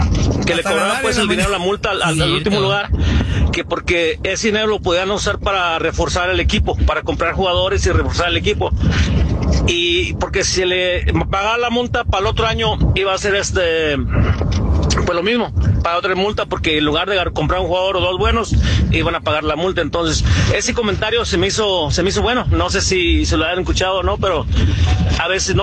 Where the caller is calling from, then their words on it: California, United States; de Los Estados Unidos, California.